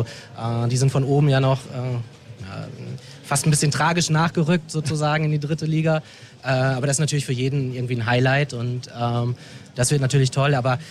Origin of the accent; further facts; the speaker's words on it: Osnabrück, Lower Saxony, Germany; Ja, Osnabrück ist raus, meine alte Heimat.